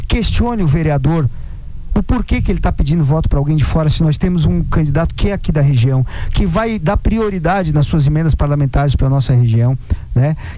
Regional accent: Tubarão, Santa Catarina, Brazil; A gente é de Tubarão, vive em Tubarão

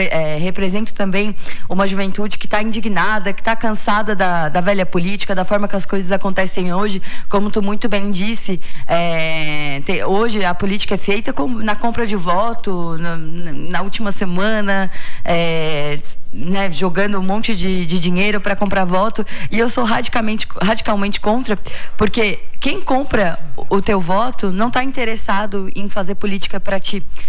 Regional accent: Tubarão, Santa Catarina, Brazil; moved away as an adult; Iniciei a minha trajetória aqui em Tubarão, nasci e cresci em Tubarão, nasci e cresci aqui, né, fui coroinha aqui na catedral, fui coroinha na passagem, fui da Legião de Maria, então conheço, né, as ruas de Tubarão

